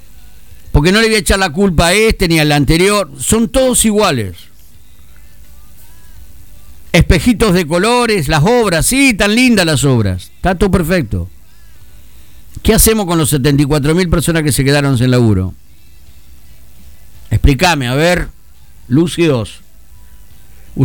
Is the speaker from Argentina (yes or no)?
yes; Santa Fe, Argentina; Yo soy sureño. Me crié en el Barrio Sur y sé lo que es el sur.